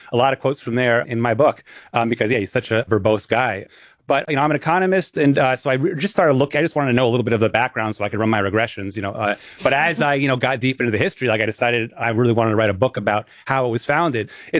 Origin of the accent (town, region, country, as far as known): New England, United States